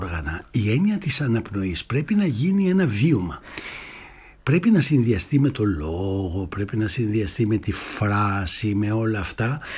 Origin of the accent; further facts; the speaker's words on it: Thessaly, Greece; accent: Thessalian; first language Thessalian Greek dialect; εμένα η μητρική μου γλώσσα είναι η Θεσσαλική διάλεκτος, όπως είναι και σένα